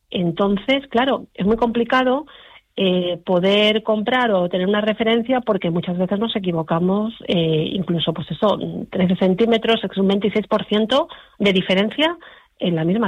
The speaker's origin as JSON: {"language": "Spanish", "town": "Madrid", "region": "Community of Madrid", "country": "Spain", "said": "No, yo madrileña. El apellido tiene origen lejano, sí, yo soy de Madrid, sí."}